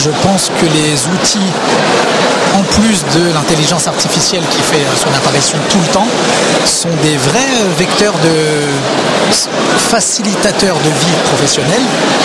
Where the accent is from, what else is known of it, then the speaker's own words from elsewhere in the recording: Sarcelles, Île-de-France, France; Mon cabinet se trouve à Sarcelles, donc là où j'ai grandi, là où ma maman habite. Donc depuis quelques années, je suis retourné sur ces terres-là qui me tenaient à cœur.